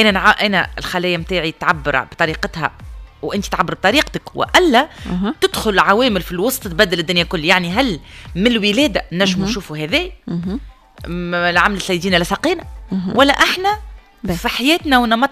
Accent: Tunisia; احنا مواطن تونسي عادي

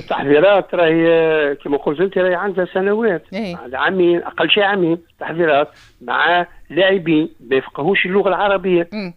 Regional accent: Tunisia; احنا اما تونسي 100%

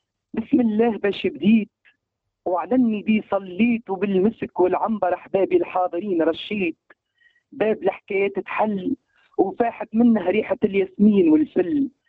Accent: Tunisia; كتونسي مبدع في مجالي،

